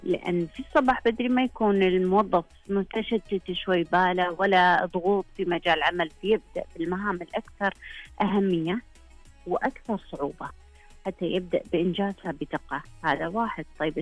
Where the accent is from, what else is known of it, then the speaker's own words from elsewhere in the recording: Saudi Arabia; عندنا في المملكة العربية السعودية